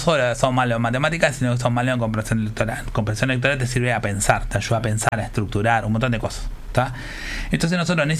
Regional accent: Uruguay

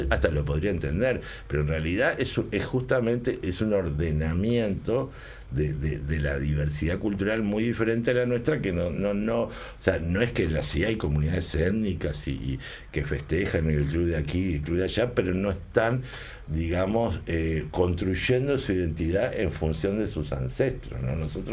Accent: Uruguay; yo soy un uruguayo típico, pasaporte italiano.

